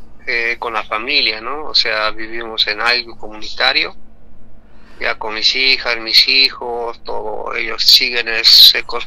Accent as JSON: {"language": "Spanish", "country": "Bolivia", "tie": "born or raised there", "said": "Claro, ahora se llama Estado Plurinacional de Bolivia, ¿no? Y entonces soy oriundo de una comunidad que se llama Antamarca. Y bueno, yo soy de esa comunidad"}